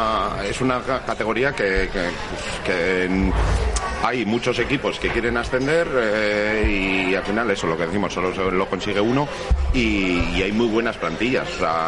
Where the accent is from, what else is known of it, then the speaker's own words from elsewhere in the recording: Amorebieta-Etxano, Basque Country, Spain; En el Amorebieta juvenil, sí, somos los dos de Amorebieta.